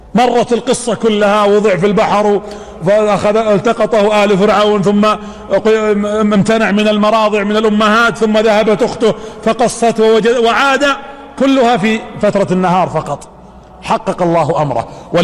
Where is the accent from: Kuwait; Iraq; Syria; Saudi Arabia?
Saudi Arabia; هي ليست عندنا في السعودية